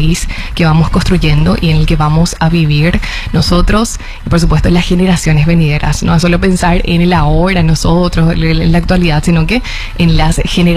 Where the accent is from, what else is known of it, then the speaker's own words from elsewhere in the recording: Paraguay; Yo creo que como paraguayos, como nación, como país, ya sufrimos demasiado por malas decisiones.